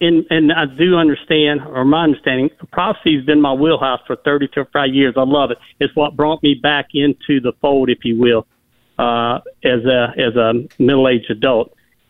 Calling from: Wilmington, North Carolina, United States; I'm down here on the coast in Wilmington.

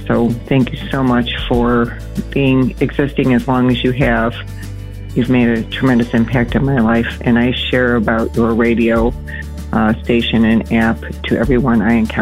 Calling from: McKee, Kentucky, United States; Hi, this is … from McKee, Kentucky.

